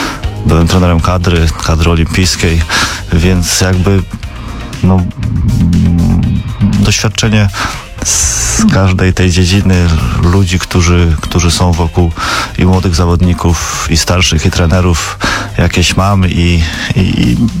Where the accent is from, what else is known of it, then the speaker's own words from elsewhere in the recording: Toruń, Kuyavian-Pomeranian Voivodeship, Poland; Ja wychowałem się na Skarpie. Chodziłem do szkoły podstawowej numer 32.